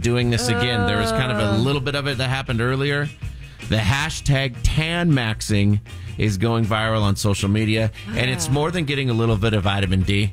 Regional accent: Seattle, Washington, United States; moved away; I'm from Seattle.

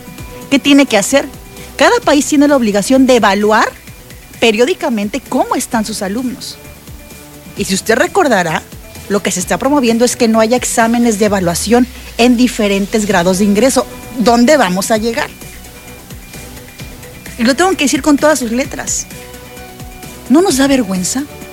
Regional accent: Poza Rica, Veracruz, Mexico; Hablo de Veracruz porque soy veracruzana, porque soy pozarricense y porque me duele.

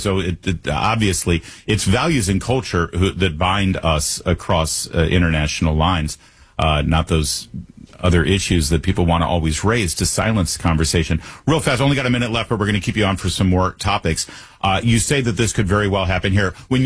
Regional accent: United Kingdom; there's nothing wrong with me as a Brit saying that I believe our culture and what we value is superior to this culture that is now getting such influence in England

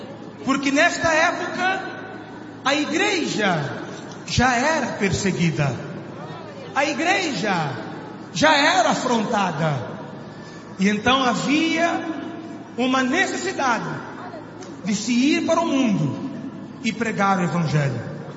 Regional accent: Mozambique; moved away; Eu sou de Moçambique. Moçambique é um dos 52 países da África.

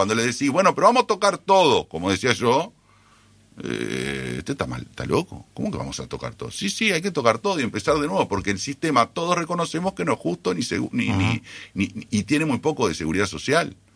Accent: Uruguay

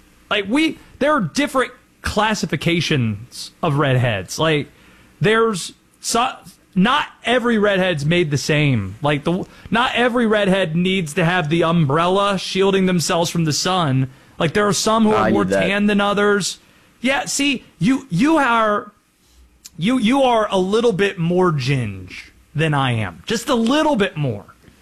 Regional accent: Baltimore, Maryland, United States; born there; I was born in Baltimore.

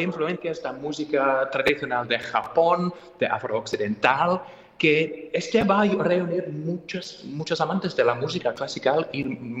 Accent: England, United Kingdom; Spanish is a second language

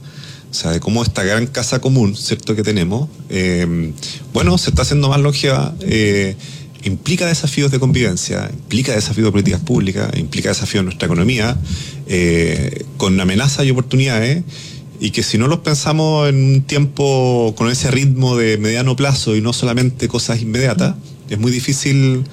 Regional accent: Chile

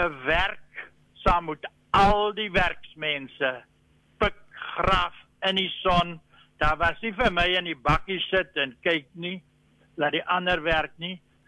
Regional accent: Port Elizabeth, Eastern Cape, South Africa; also born or lived in Worcester; Ek is maar hier in Port Elizabeth gebore en ek het hier op Patterson skool gegaan tot sonder 2.

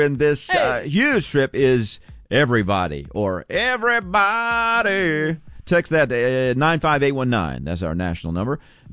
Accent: United States; I'm American as I can be

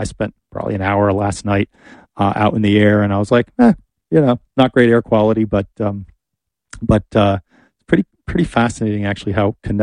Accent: New Jersey, United States; I don't remember wildfires in Canada as a kid like being a thing grown in New Jersey

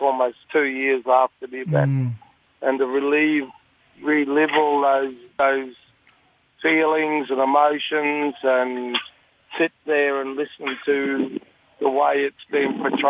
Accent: Tullamulla, Queensland, Australia; I'm from Tullamulla, southwest Queensland, but I've operated out of Brisbane and north Queensland and nationally in our resistance for the last 40 years, 50 years.

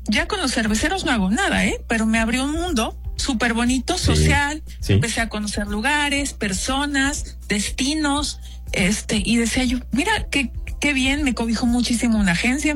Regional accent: Mexico; moved away as an adult; now in Spain; De esa prisa que como mexicano digo, tengo que producir y ganar.

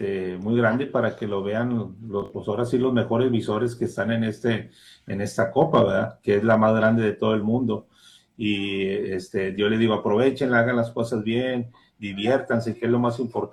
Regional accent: Mexico; que te reconozcan como mexicano

